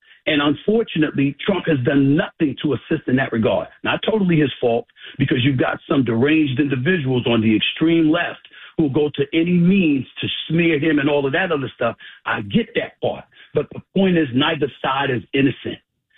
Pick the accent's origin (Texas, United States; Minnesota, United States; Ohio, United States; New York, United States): New York, United States; from New York.